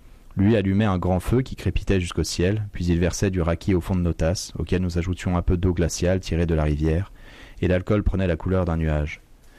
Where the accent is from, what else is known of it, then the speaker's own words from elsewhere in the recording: Chamonix, Auvergne-Rhône-Alpes, France; Je suis né à Chamonix et j'ai grandi dans les Alpes, donc je sais aussi ce que ça procure.